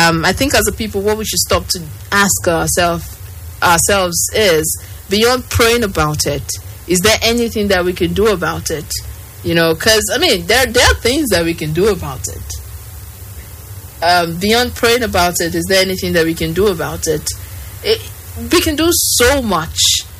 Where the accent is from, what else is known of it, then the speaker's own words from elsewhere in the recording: Nigeria; why, as the Nigerian public, people who, you know, digest social media and enjoy social media, why have we decided that we would allow ourselves to be distracted from the things that matter?